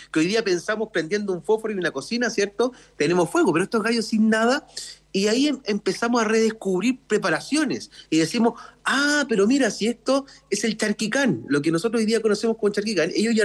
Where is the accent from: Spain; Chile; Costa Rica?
Chile